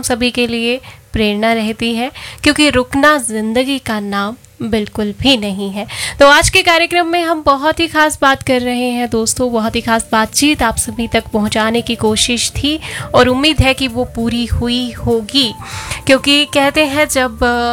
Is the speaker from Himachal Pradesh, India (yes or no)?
yes; Himachal Pradesh, India; तो दोस्तों, हम हिमाचल के रहने वाले हैं और हिमाचल की पहाड़ियाँ हमें जीवन देती हैं